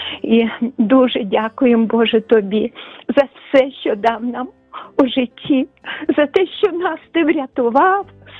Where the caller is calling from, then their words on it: Kharkiv, Kharkiv Oblast, Ukraine; я з Харкова